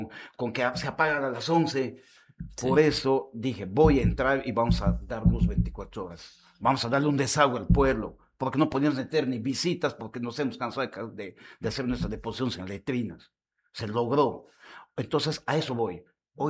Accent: Cuñumbuque, San Martín, Peru; yo soy de Cuñimbuque, me quedo en Cuñimbuque.

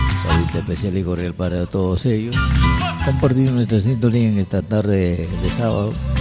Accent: Peru; La música peruana tiene fama en todo el mundo y como buenos peruanos. Siempre orgulloso de difundir nuestra

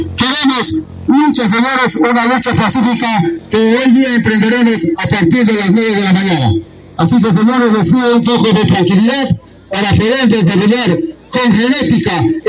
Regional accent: Peru; somos ciudadanos, somos peruanos

